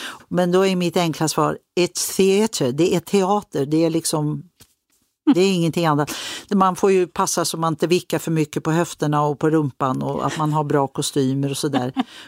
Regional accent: Sweden; moved away as an adult; also born or lived in Basel / Germany; jag vill vara hemma i Sverige

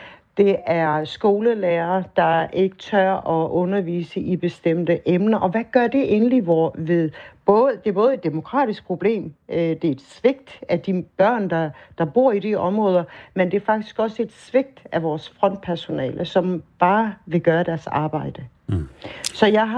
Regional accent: Odense, Region of Southern Denmark, Denmark; jeg er vokset op i Vollsmose.

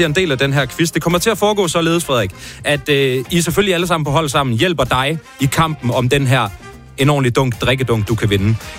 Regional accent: Tønder, Region of Southern Denmark, Denmark; moved away; Jeg er fra Tønder jo.

